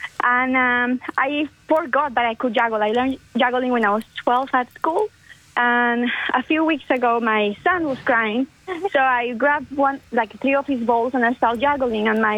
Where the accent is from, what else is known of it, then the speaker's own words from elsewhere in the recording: Colombia; I'm from Colombia.